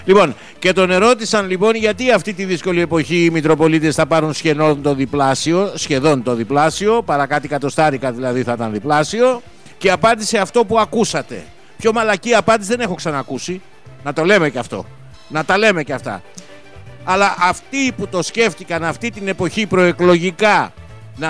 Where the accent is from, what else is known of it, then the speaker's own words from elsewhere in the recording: Western Greece, Greece; στο Αγρίνιο, στην πατρίδα μου, την Ετωλό Ακαρνανία.